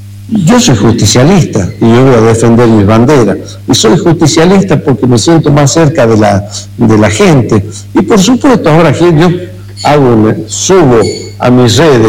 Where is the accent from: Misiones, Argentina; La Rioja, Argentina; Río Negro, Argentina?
La Rioja, Argentina; Chilecito; todo lo que hice en mi pueblo, en Chilecito